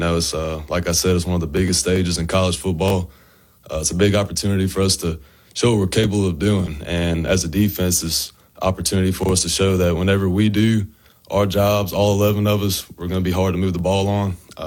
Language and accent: English; Baton Rouge, Louisiana, United States; moved away as an adult; now in Ruston, United States; growing up in South Louisiana